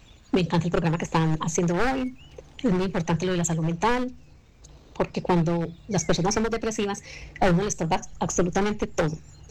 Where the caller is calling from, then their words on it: Titiribí, Antioquia, Colombia; yo soy de Titiribí